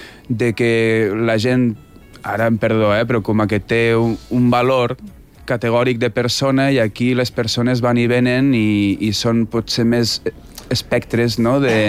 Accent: Lleida, Catalonia, Spain

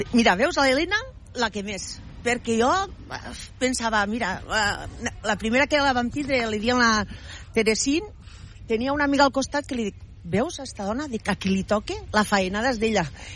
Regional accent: La Ràpita, Catalonia, Spain; l'any que ve farà 30 anys que sóc aquí policia local i la veritat que un orgull per a servir el meu poble

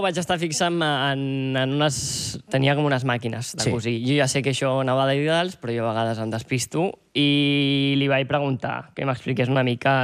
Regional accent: Catalonia, Spain; Jo, com sóc del Baix Llobregat

